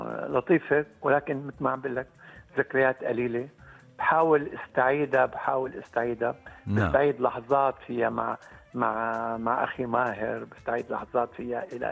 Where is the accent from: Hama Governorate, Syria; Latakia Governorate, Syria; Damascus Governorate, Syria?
Latakia Governorate, Syria; Latakia; بالمدينة طبعا مدينتي اللاذقية مدينة أنا يعني ممكن بقول انصلبت عليها وانتميت لها.